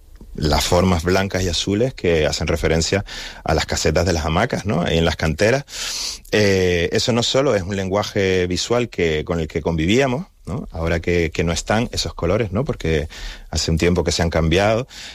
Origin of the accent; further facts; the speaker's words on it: Las Palmas de Gran Canaria, Canary Islands, Spain; yo con la peña de mi barrio, yo soy de La Reolla